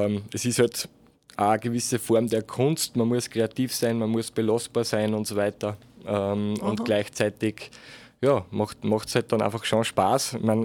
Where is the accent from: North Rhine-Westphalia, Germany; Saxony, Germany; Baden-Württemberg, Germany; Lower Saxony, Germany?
North Rhine-Westphalia, Germany; Cologne; nach der Hotelfachschule habe ich dann eben am Attersee nochmal gearbeitet, als Kölner.